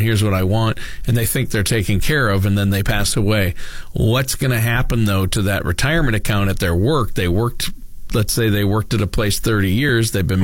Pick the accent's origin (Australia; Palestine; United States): United States; Minnesota; I'm from Minnesota